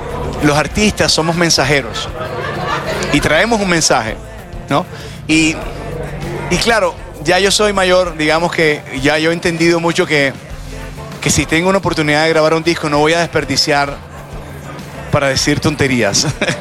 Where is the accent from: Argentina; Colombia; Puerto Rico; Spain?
Colombia; Caribbean Region; nosotros somos tropicales del Caribe